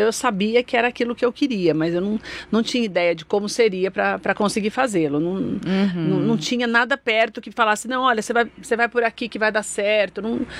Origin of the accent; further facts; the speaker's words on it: Mauá, São Paulo, Brazil; Infância de filho único em Mauá.